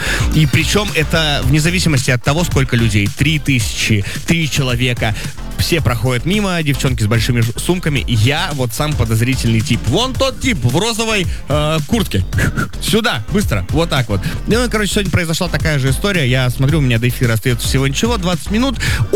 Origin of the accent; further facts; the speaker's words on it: Magadan, Magadan Oblast, Russia; moved away; я просто из Магадана, у нас там все просто